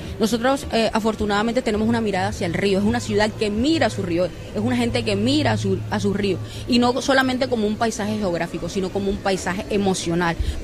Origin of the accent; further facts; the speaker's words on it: Montería, Córdoba, Colombia; Bueno, yo soy una hija del Sinú, en definitiva las personas, ser de Montería, ser de gran parte de Córdoba